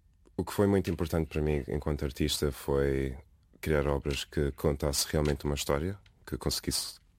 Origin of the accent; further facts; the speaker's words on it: Namibia; also born or lived in Morocco; nasci na Namíbia, os meus pais são angolanos, mas nunca vivi em Angola, sempre estive na Namíbia, Marrocos e coisas assim do género